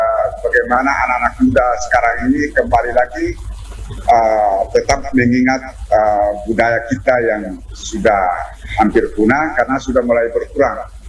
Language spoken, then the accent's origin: Indonesian; North Maluku, Indonesia; budaya kita orang Sula